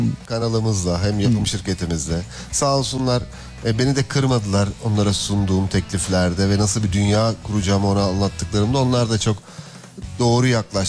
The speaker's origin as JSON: {"language": "Turkish", "town": "Pınarhisar", "region": "Kırklareli", "country": "Turkey", "tie": "born or raised there", "moved": "as an adult", "said": "Pınarhisar ilçesinde doğdum ben. Yani okul 18 yaşıma kadar da oradaydım. Ben de doğduğum yeri, büyüdüğüm yeri, doyduğum yeri çok seviyorum. Orada bağlantım hala devam ediyor zaten."}